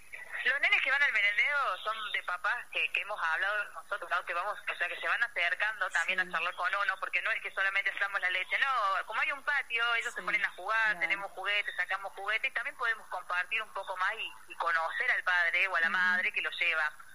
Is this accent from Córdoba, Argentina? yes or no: yes; Los Talas, Córdoba, Argentina; somos de Los Talas